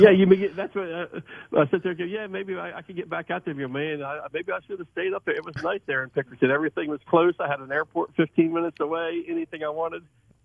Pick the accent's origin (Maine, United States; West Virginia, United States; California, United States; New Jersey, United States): West Virginia, United States; now in Ohio, United States; I've lived in Ohio for so long that I'm from West Virginia, but I live in Ohio, I guess is how I usually say it now.